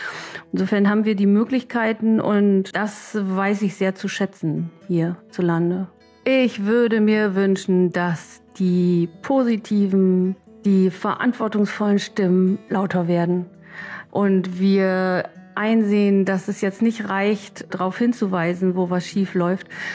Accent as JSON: {"language": "German", "region": "Northern Germany", "country": "Germany", "said": "Ich komme ja aus dem Nordsten und da gibt es ein Sprichwort, das mag ich sehr gerne."}